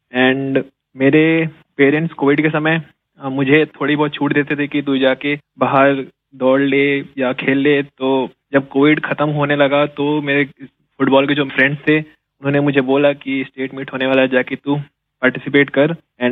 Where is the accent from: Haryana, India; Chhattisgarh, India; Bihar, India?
Chhattisgarh, India; मैं 200 मीटर और 4x100 metre का नेशनल रिकॉर्ड होल्डर हूँ, एंड मैं छत्तीसगढ़ से बिलोंग करता हूँ सर।